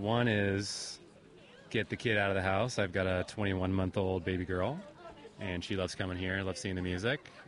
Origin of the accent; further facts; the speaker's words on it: Ventura, California, United States; I'm from Ventura.